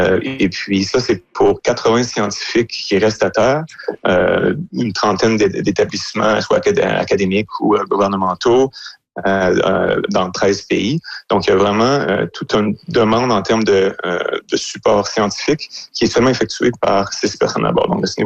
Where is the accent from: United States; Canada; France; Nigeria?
Canada; Quebec